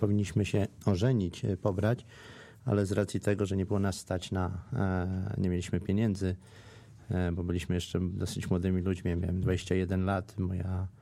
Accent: Warsaw, Masovian Voivodeship, Poland; wychowałem się na warszawskiej Pradze, nie?

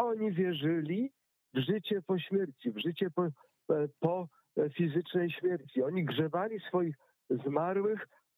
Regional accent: Pomeranian Voivodeship, Poland; z moich rodzinnych stron, mianowicie Kaszuby, wieś koło Herowa

